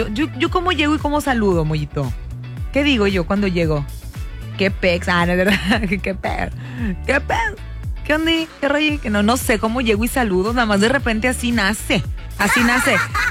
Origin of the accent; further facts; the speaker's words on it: Mexico; las entendemos como mexicanos